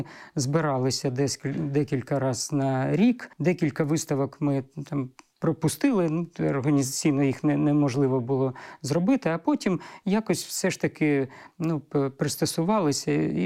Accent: Donetsk, Donetsk Oblast, Ukraine; Я постійний мешканець Донецька, корінний донеччанин, в п'ятому поколінні. Народився в родині лікаря

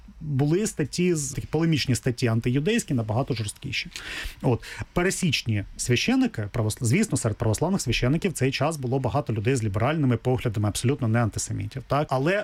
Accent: Kryvyi Rih, Dnipropetrovsk Oblast, Ukraine; я сам з Кривого Рогу, так, і містечко Кривий Ріг на той час ще не місто, в ньому був досить великим, не більшість населення, але досить великий відсоток євреїв.

